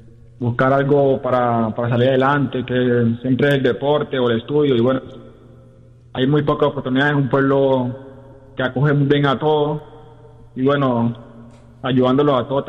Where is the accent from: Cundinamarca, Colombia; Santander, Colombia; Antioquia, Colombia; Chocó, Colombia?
Chocó, Colombia; Riosucio; born there; Yo nací en el Chocó, Río Sucio Chocó, nací yo.